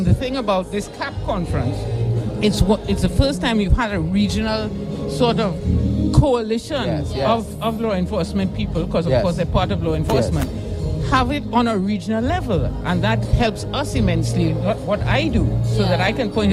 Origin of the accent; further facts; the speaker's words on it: Trinidad & Tobago; now in Barbados; I am from Trinidad and Tobago, but I'm based in Barbados.